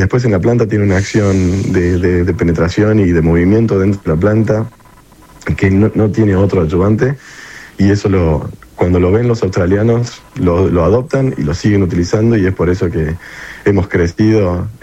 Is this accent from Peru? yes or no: no; Villa Carlos Paz, Córdoba, Argentina; accent: Córdoba; Correcto, sí, soy de Carlos Paz.